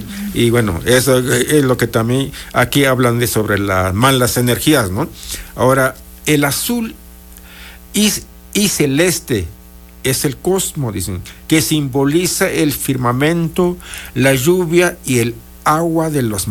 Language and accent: Spanish; Mixteca, Mexico; Allá en mi pueblo, no sé si ustedes, pero allá por la región mixteca